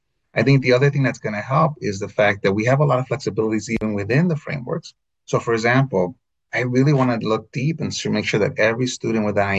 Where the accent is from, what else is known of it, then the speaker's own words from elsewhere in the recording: Illinois, United States; also born or lived in Texas / Nevada; In our state, I was in Texas, I was in Nevada, I was in my home state of Illinois.